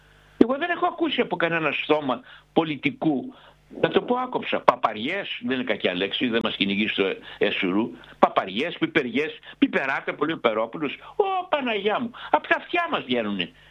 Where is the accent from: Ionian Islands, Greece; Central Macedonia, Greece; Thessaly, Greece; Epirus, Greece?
Central Macedonia, Greece; Thessaloniki; ποντιακής καταγωγής σαν και εμένα και μάλιστα από την πατρίδα μου τη Θεσσαλονίκη